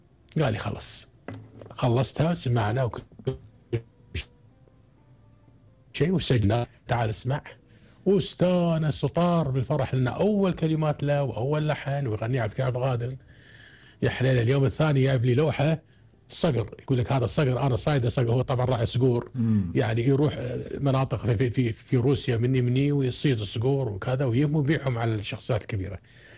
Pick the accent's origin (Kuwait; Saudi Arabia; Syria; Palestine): Kuwait; عندنا في الكويت منتشر